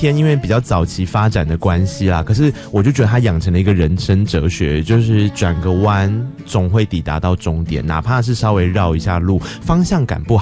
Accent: Tainan, Taiwan; 我们台南人，因为台南人很小就会跑去高雄玩了，很小就是国中的时候大概就会去了吧。

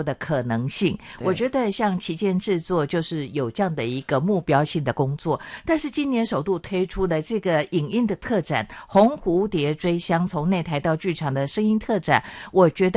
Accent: Chiayi, Taiwan; 我嘉义人

